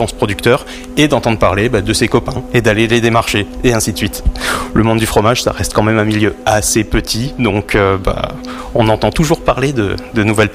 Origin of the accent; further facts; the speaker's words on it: Saint-Pourçain-sur-Sioule, Auvergne-Rhône-Alpes, France; Je suis originaire de Saint-Pourçain, j'ai vu le vignoble Saint-Pourçinois se développer